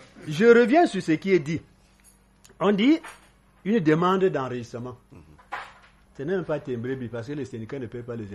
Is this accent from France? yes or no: no; West, Cameroon; now in Yaoundé, Cameroon; Moi, je suis de l'Ouest. N'est-ce pas?